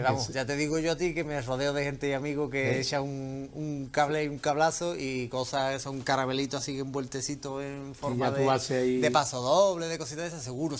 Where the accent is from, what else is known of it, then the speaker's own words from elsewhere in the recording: Cádiz, Andalusia, Spain; born there; Yo nací en Cádiz, mira la cara que tengo.